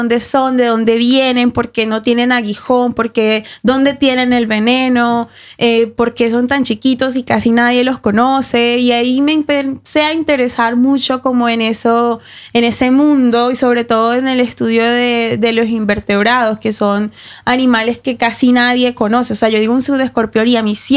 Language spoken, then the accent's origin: Spanish; Colombia; moved away; yo vengo de Colombia y Colombia es un país súper, hiper, mega diverso.